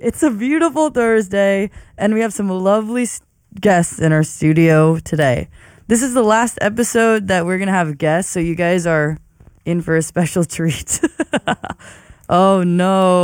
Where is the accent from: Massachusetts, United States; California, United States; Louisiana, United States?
California, United States; Mountain View; I'm from Mountain View.